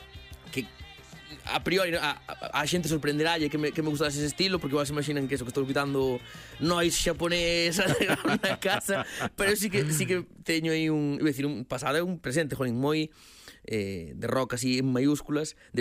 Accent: Galicia, Spain; eu son da Mariña, están ali miña nai e miña irmá

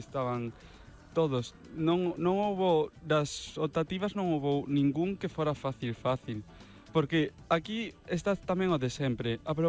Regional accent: Ribeira, Galicia, Spain; Eu son de Ribeira.

